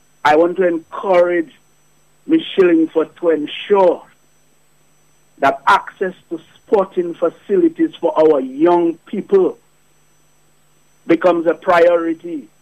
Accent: Roseau, Saint George, Dominica; Growing up in Roseau, all through the 80s, 90s

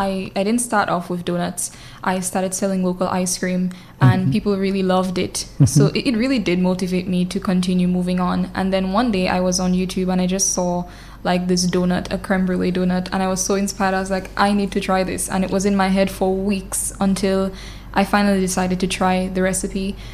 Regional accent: Dominica; I'm from Tarashpit.

